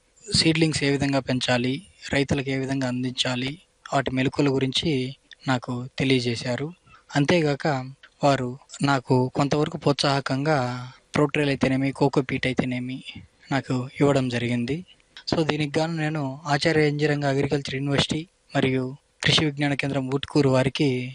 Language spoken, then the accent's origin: Telugu; Akkalareddipalle, Andhra Pradesh, India; మాది వైఎస్ఆర్ కడప జిల్లా పూర్వామిల్ల మండలం అక్కలరెడ్డిపల్లె గ్రామం.